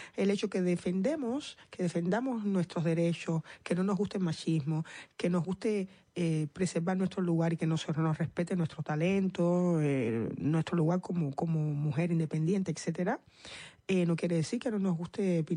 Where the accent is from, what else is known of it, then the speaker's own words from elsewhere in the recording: Cuba; Somos cubanas, por caribeñas, supuesto.